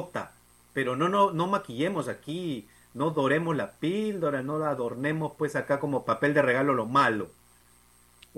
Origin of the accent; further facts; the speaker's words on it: Peru; le hacíamos el roche de su vida como pares peruanos